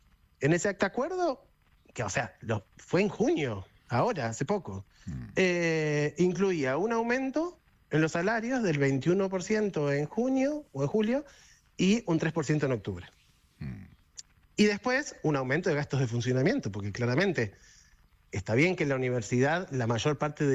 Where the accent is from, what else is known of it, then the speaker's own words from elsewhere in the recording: Allen, Río Negro, Argentina; now in Plottier, Argentina; Yo actualmente vivo en Plotier, pero soy de Allen, en realidad.